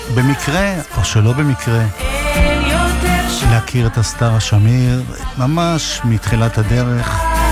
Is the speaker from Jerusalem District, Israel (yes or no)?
yes; Jerusalem, Jerusalem District, Israel; כיוון ששנינו גדלנו באותה עיר, אני יליד 54, היא כמה חודשים אחריי, העיר היא ירושלים.